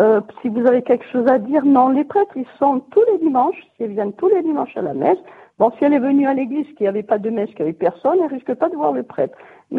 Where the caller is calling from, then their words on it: Corsica, France; moi, je suis française et j'habite en Corse